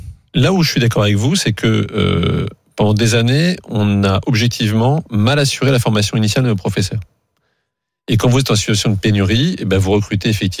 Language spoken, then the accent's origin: French; France